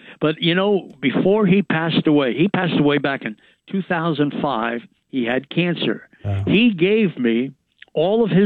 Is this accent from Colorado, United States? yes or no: no; Florida, New York, United States; I've lived in the same house in the Village of Florida, New York, all my life. Lived at home with my parents, and it was on a street called Maple Avenue. And my father was born right across from where I live now